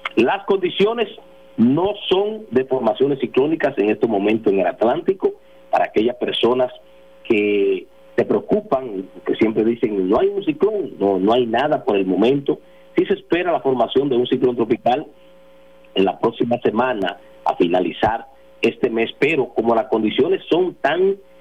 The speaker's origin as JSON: {"language": "Spanish", "region": "Puerto Plata", "country": "Dominican Republic", "tie": "born or raised there", "moved": "yes", "lives_now": "Santo Domingo, Dominican Republic", "said": "allí en Puerto Plata, mi tierra, mi patria chica"}